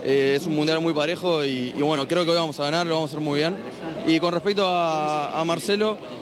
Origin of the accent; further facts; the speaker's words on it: Uruguay; now in Madrid, Spain; Bueno, vivo en Madrid, soy uruguayo obviamente, pero bueno, ahora actualmente resido en Madrid.